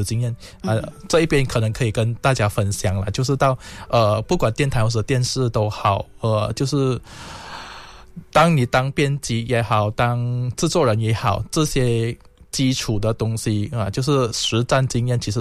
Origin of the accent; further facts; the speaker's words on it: Kuching, Sarawak, Malaysia; moved away; 那我本身是来自沙拉越古晋